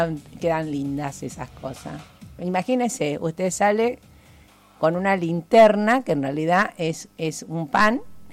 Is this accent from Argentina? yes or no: yes; Argentina